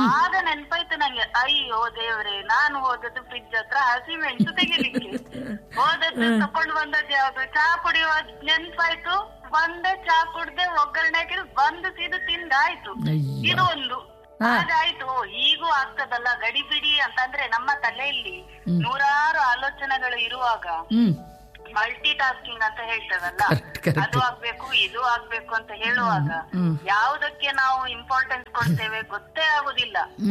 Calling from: Mangalore, Karnataka, India; ನಾನು ಕೋಡಿಕಲ್ಲಿಂದ.

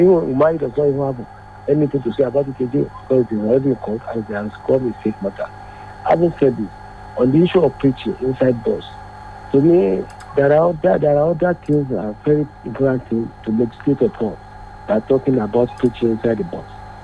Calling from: London, United Kingdom; calling from London.

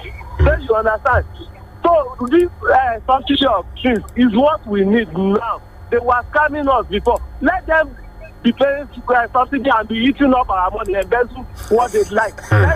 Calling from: Eleko, Lagos, Nigeria; calling from Eleko.

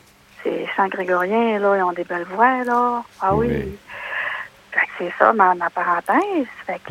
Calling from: Alma, Quebec, Canada; moi, je suis d'Alma. Je crois que je suis un peu plus jeune que la majorité de vos auditeurs.

